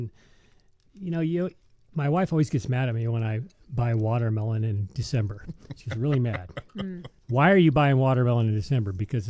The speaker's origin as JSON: {"language": "English", "region": "Alabama", "country": "United States", "tie": "born or raised there", "said": "I remember growing up in Alabama."}